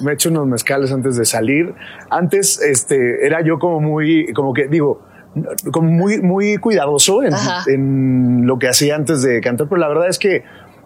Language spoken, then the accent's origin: Spanish; Huamantla, Tlaxcala, Mexico; Pues vengo de Huamantla, o sea, al final como digo, es que uno sale del pueblo, pero el pueblo no sale de uno.